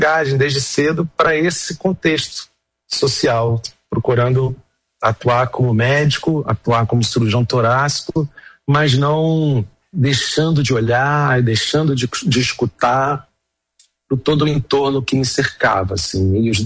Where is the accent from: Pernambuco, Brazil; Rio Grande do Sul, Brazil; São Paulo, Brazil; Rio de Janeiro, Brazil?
Rio de Janeiro, Brazil; Eu sou carioca, nasci no Rio de Janeiro e vim ao mundo por um obstetra, o meu tio-avô.